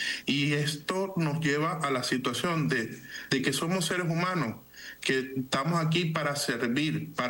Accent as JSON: {"language": "Spanish", "country": "Venezuela", "said": "la calidad humana que somos como venezolanos, como pueblo"}